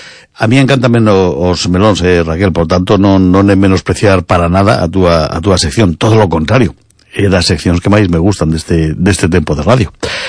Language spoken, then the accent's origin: Galician; Castile, Spain; É que como eu son castelán, non sei se o sabe a xente, pero eu son castelán, teño esa costume de catar o melón